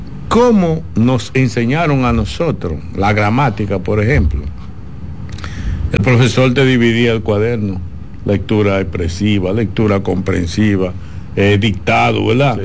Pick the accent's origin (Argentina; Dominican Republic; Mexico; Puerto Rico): Dominican Republic; somos los mismos dominicanos